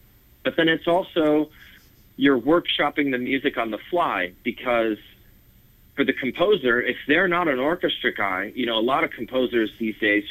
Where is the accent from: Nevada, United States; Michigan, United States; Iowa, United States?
Michigan, United States; Saginaw; I'm from Saginaw